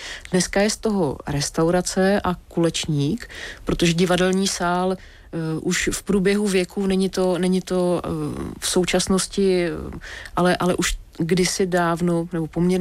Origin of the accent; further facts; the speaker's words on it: Nymburk, Central Bohemian Region, Czechia; born there; narodila jsem se v Nymburce, že jo, nymburský pivovar, postřižinský, Bohumil Hrabal, takový ten étos toho města, ten duch.